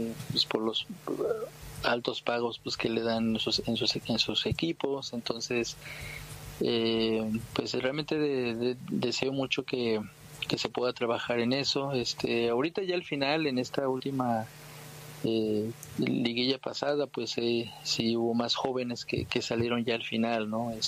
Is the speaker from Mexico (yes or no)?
yes; Mexico; como mexicano quiero que siempre le vaya bien a México